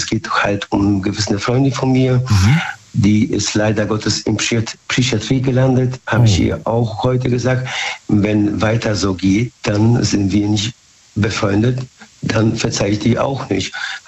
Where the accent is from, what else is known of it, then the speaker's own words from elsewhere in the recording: Bonn, North Rhine-Westphalia, Germany; Aus Bad Godesberg, haben wir schon gesprochen.